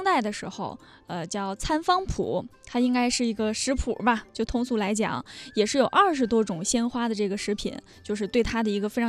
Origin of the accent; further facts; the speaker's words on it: Shanxi, China; 我山西人，就槐花树挺多的